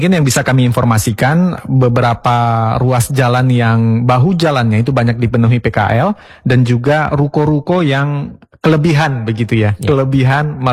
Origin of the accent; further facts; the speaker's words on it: Banda Aceh, Aceh, Indonesia; sebagai warga Kota Banda Aceh